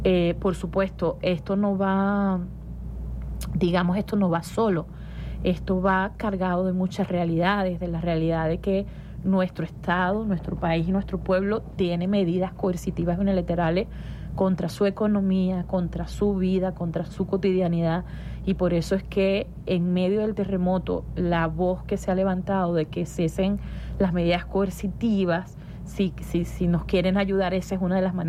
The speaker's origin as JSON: {"language": "Spanish", "country": "Venezuela", "said": "lo amoroso que somos los venezolanos y las venezolanas"}